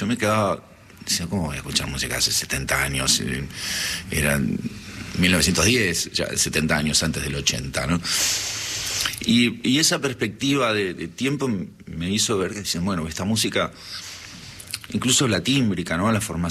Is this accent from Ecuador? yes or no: no; Buenos Aires, Argentina; Yo soy bonaerense.